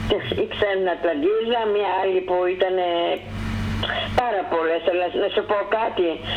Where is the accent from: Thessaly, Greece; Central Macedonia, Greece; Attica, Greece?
Central Macedonia, Greece; born there